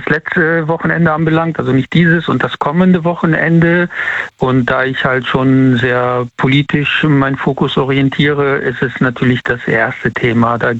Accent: Siegburg, North Rhine-Westphalia, Germany; Ich komme aus Siegburg. Bei Bonn.

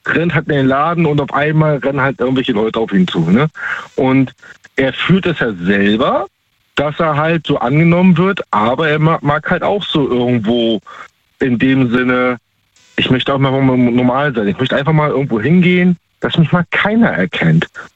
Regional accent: Baltic coast, Germany; Ich bin ursprünglich aus der Ostsee, da oben die Ecke, ne?

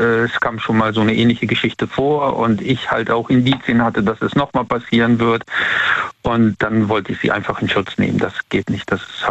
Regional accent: Siegburg, North Rhine-Westphalia, Germany; Ich komme ja aus Siegburg, Bonn, die Ecke ist das ja.

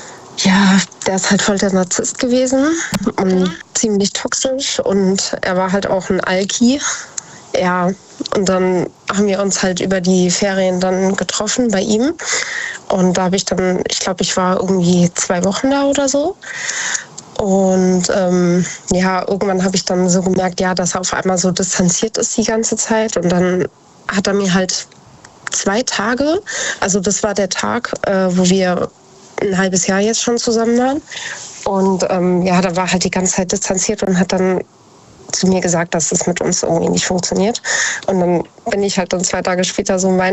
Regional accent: Idstein, Hesse, Germany; born or raised there

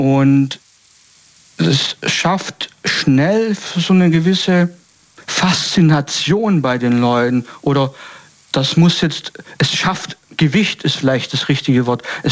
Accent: Stuttgart, Baden-Württemberg, Germany; Ja, ich komme aus der Gegend Stuttgart. Also, das ich sag jetzt mal so grob.

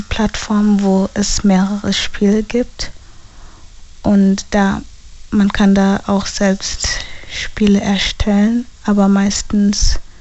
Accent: Landau, Germany

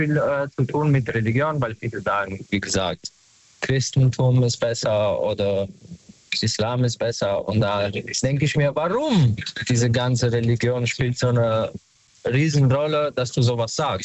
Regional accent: Wiesbaden, Hesse, Germany; Ich komme aus hier aus Wiesbaden.

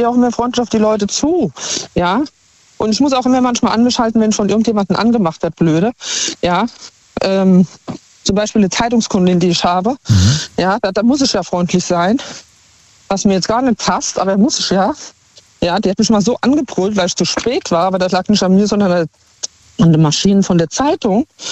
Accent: Obertshausen, Hesse, Germany; also born or lived in Offenbach; ich bin ja hier geboren in Offenbach, bin 2 Jahre nach Obertshausen gezogen. Also ich kenne die Hessen nur so.

